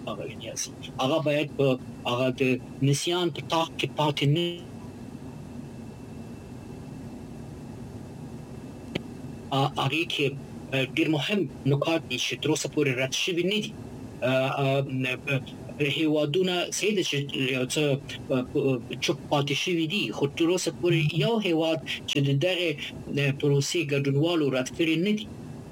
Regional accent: Afghanistan; اما افغانستان خو زما هېواد دی، افغانستان زما ټاټوبی دی، زه افغانستان سره دښمني نه لرم.

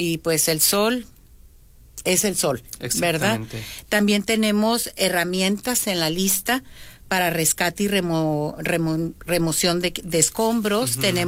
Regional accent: Culiacán, Sinaloa, Mexico; los sinaloenses, los culichis, para cuestiones en situaciones así, nos unimos de veras de corazón

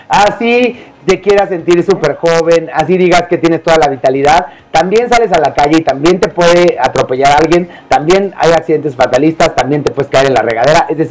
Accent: Mexico; que tristemente, Pau, nosotros como mexicanos no tenemos una cultura de ahorro.

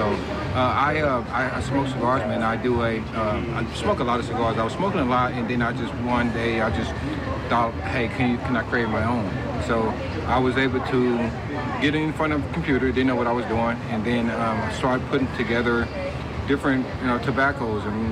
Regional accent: Kansas City, Missouri, United States; I'm from Kansas City, Missouri. I'm born and raised.

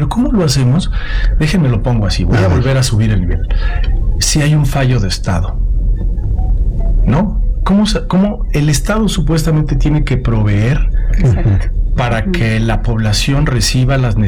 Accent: Mexico; yo soy mexicano, yo aguanto

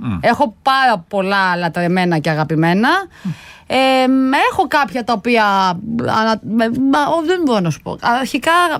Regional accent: Krestena, Western Greece, Greece; born or raised there

